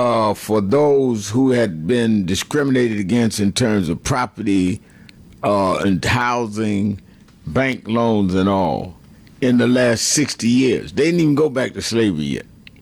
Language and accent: English; Evanston, Illinois, United States; born there; I was born in Evanston.